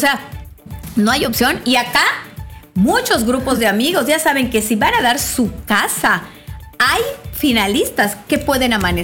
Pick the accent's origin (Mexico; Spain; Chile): Mexico; Y algo que somos los mexicanos, somos muy festejadores.